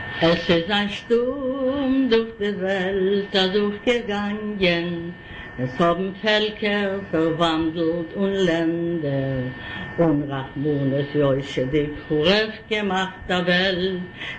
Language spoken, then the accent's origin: German; Warsaw, Masovian Voivodeship, Poland; born there; aber geboren in Warschau, Polen.